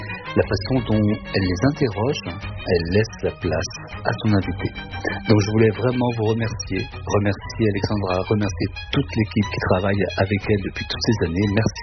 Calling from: Saint-Jean-de-Monts, Pays de la Loire, France; j'ai 58 ans, j'habite en Vendée, à Saint-Jean-de-Mont.

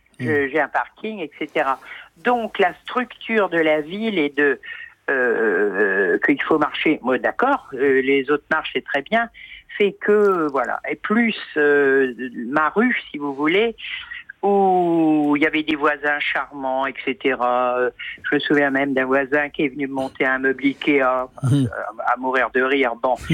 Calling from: Amiens, Hauts-de-France, France; De cette charmante ville d'Amiens.

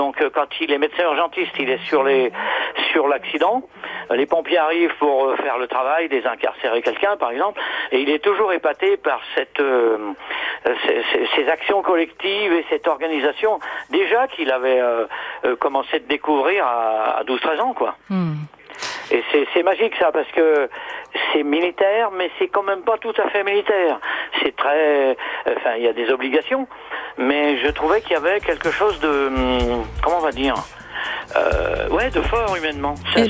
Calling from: Mâcon, Bourgogne-Franche-Comté, France; Oui, bonsoir. Je suis de Mâcon et donc moi, je voulais juste...

